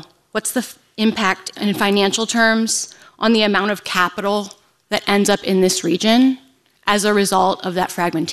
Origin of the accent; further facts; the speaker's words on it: Akron, Ohio, United States; now in Columbus, United States; I'm a kid from Akron who moved to Columbus in 2017. I married a St. Louis native, and we came back up here so we could go to law school.